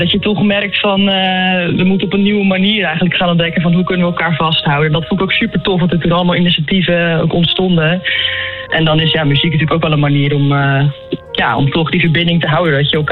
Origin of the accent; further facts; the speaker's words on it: Utrecht, Netherlands; Ik ben een student uit Utrecht.